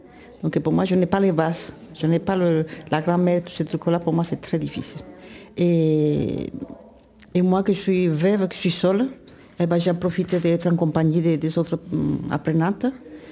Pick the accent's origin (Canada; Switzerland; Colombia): Colombia; French is a second language; now in France; Ça fait 43 ans que je suis en France. Je suis de Colombie. Bon, le français, je le parle bien et je le lis, très bien même, mais je ne l'écris pas.